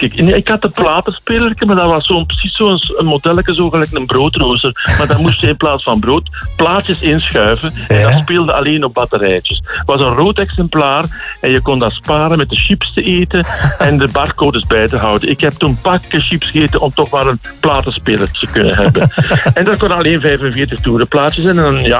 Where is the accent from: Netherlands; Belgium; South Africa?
Belgium; Temse, Flanders; moved away; ik ben oorspronkelijk van Temse